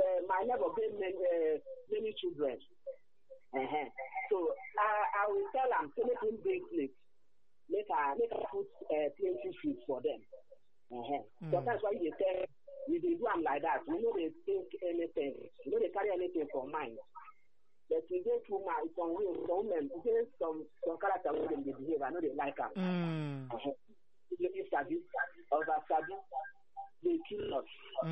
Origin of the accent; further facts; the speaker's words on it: Abuja, Federal Capital Territory, Nigeria; from Abuja.